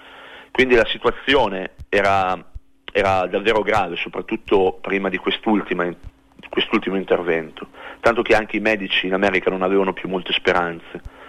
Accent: Parma, Emilia-Romagna, Italy; born there; Sono nato a Parma nel 1969

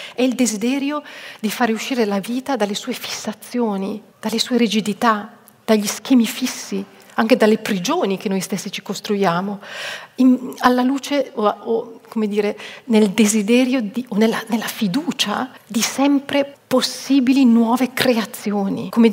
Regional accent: Vienna, Austria; e faccio riferimento a un autore, vengo da Vienna, un autore austriaco, uno dei più grandi autori austriaci

